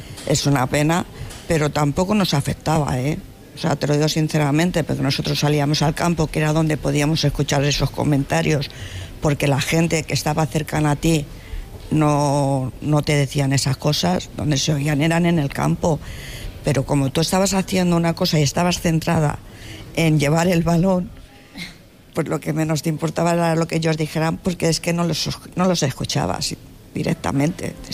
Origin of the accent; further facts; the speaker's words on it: Madrid, Community of Madrid, Spain; Yo soy de Prosperidad. Y nos íbamos a jugar, que antes era todo campo, cuando yo era pequeña era todo campo, era Clara del Rey, Corazón de María.